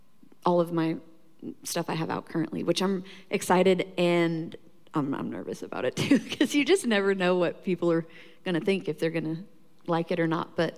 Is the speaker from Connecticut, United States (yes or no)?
no; Oklahoma, United States; moved away as an adult; growing up in Oklahoma, it never seemed like a real job.